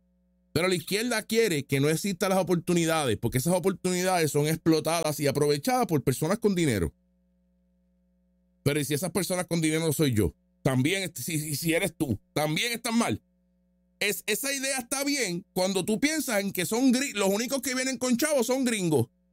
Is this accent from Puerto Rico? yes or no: yes; Puerto Rico; O sea que yo como puertorriqueño no tengo derecho a tener una casa.